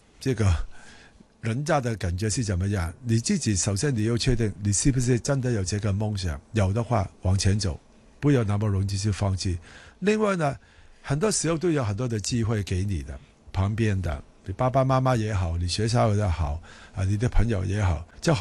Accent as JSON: {"language": "Chinese", "country": "Hong Kong"}